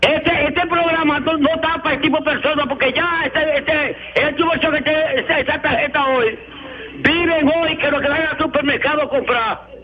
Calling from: Duvergé, Independencia, Dominican Republic

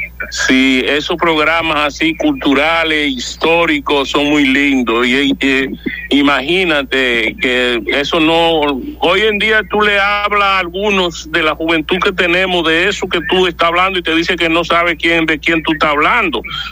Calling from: Dominican Republic

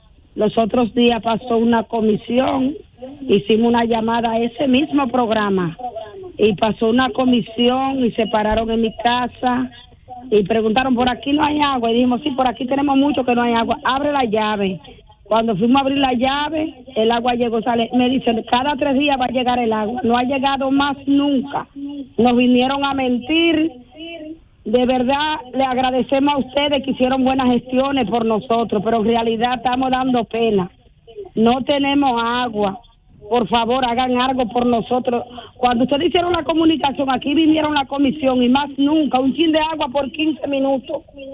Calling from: Villa Jaragua, Bahoruco, Dominican Republic; Estoy llamando desde Villa Jaragua

